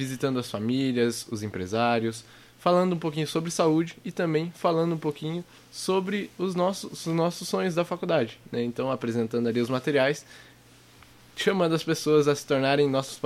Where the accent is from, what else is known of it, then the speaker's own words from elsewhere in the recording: Arapoti, Paraná, Brazil; Eu sou de Arapoti, que fica ali perto da região de Ponta Grossa, ali. Então, foi ali que eu nasci, me criei e estou estudando agora, né?